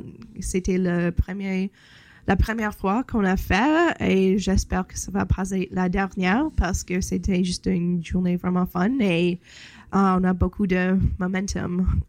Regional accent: Manitoba, Canada; now in Ottawa, Canada; maintenant que j'habite à Ottawa, j'ai un peu la réputation d'être comme la Manitobaine dans toutes les salles, dans toutes les conversations.

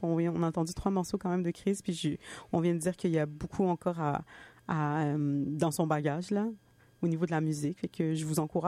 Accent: Montreal, Quebec, Canada; born there; puis moi, je suis née à Montréal. Et je pense que pendant un bon moment, c'était important pour moi parce que j'ai grandi avec des classiques haïtiens

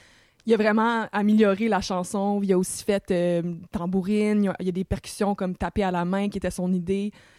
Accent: Quebec, Canada; Félix et moi, on vient tous deux de la Rive-Nord, donc de la banlieue, puis on allait à la même école secondaire

